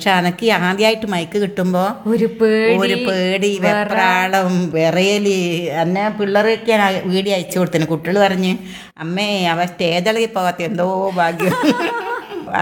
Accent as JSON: {"language": "Malayalam", "town": "Pandalam", "region": "Kerala", "country": "India", "tie": "born or raised there", "lives_now": "Kannur, India", "said": "ഹരിപ്പാട് എന്റെ സ്വന്തം നാട് പന്തളവന്ന. നമ്മൾ പത്തനംതിട്ട ജില്ലക്കാരാ."}